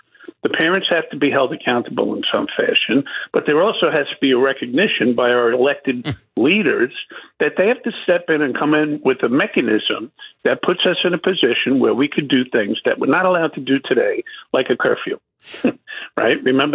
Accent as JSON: {"language": "English", "town": "New York City", "region": "New York", "country": "United States", "tie": "born or raised there", "said": "I grew up in the Bronx, New York, not exactly the best neighborhood on earth."}